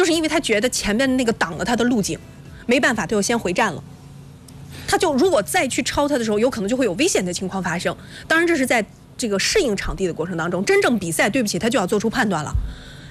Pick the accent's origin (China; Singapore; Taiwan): China; Shandong; 这就说一说咱山东，说一说咱家乡了啊。